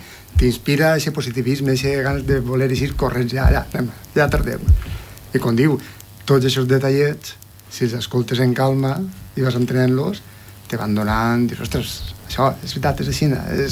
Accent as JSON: {"language": "Catalan", "town": "Oliva", "region": "Valencian Community", "country": "Spain", "moved": "yes", "said": "jo antes soc d'Oliva i pertanyia a una comparsa que es deia corsaris."}